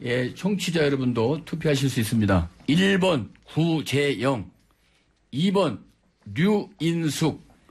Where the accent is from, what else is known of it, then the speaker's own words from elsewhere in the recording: Daejeon, South Korea; born there; 저는 대전.